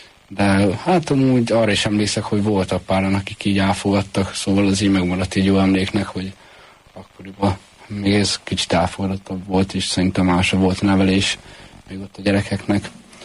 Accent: Budapest, Hungary; Hát Budapesten születtem, a 8. kerületben, 2006-ban, 4.-15. áprilisban.

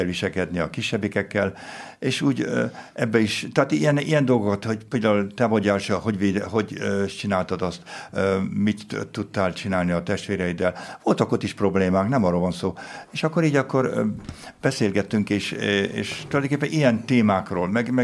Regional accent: Hungary; now in Germany; Én magyar vagyok.

